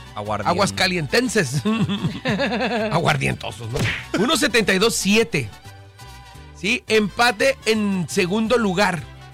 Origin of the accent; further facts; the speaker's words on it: Michoacán, Mexico; ¿Acaso soy un michoacano que mira más de 1.65?